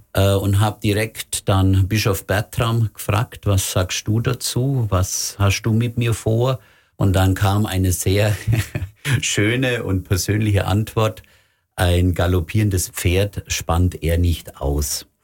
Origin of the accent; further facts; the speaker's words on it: Greisbach, Bavaria, Germany; Und meine Heimat ist ja ursprünglich in Nordschwaben, in Greisbach. Da leben meine Eltern, in Donauwörth meine Schwester mit Familie.